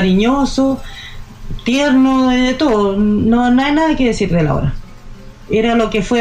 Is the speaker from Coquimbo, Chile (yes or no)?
no; San Bernardo, Santiago Metropolitan, Chile; Yo vengo de San Bernardo